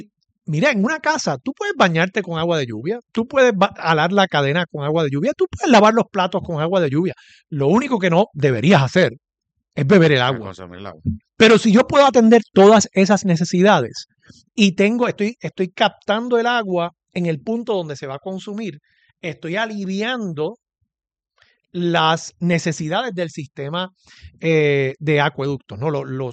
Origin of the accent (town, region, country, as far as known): Puerto Rico